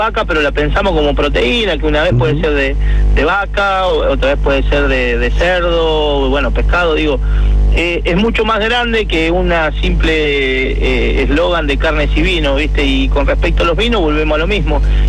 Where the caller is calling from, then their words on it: Argentina